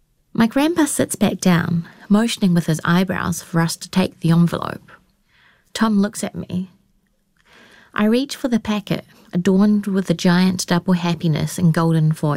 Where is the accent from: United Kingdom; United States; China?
China; Miaozhen, Shanghai; moved away; The route from Shanghai to my hometown is a subway ride to the wharf, a boat across Changjiang to Toming Island, and finally a bus to Miaozhen. In total, it takes almost 4 hours. On every stage of transport, the Toming dialect I hear increases. It's my third time back to Toming since I left